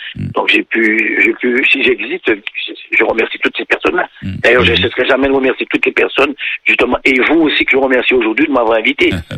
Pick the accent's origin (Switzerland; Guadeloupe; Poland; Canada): Guadeloupe; Saint-Claude; Oui, je suis né à Saint-Claude, moi je suis un vrai Saint-Claudien. J'habitais tout en bas de la Souffrière.